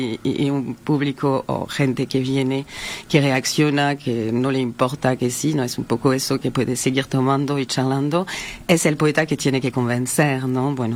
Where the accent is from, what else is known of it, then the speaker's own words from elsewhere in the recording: Paris, Île-de-France, France; Spanish is a second language; Yo me nací en el suburbio, sí. me crié en París, trabajé mucho en el suburbio